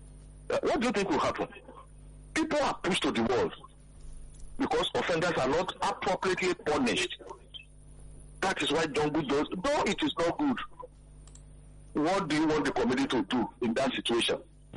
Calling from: Ikeja, Lagos, Nigeria; I'm calling from Ifeja.

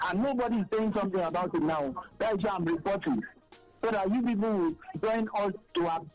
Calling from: Lagos, Nigeria; I'm calling from Lagos.

